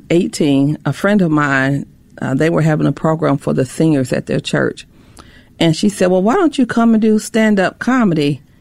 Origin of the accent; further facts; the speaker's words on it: Indianapolis, Indiana, United States; So Hallville is a very tight-knit community. I mean, like, tight-knit. We knew our neighbors.